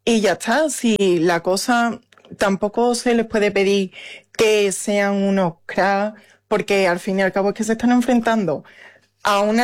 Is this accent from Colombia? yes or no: no; Spain; moved away as an adult; now in United States